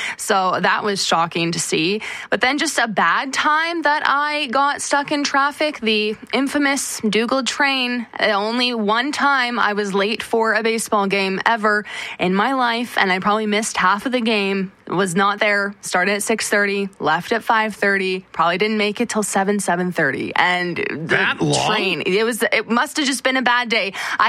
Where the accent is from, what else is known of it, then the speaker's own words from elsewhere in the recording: Dryden, Ontario, Canada; growing up in Dryden, I'm used to the wildlife